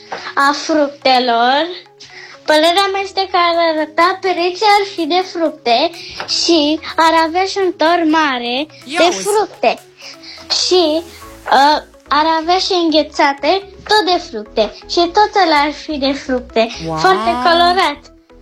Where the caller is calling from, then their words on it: Bucharest, Romania; din București, am 8 ani